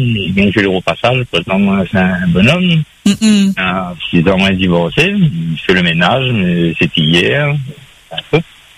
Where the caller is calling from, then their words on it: Saint-Pierre, Réunion; j'habite en Aligné Paradis.